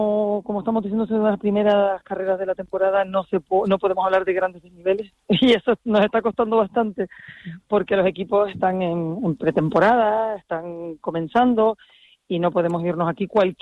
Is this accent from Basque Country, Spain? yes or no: no; Canary Islands, Spain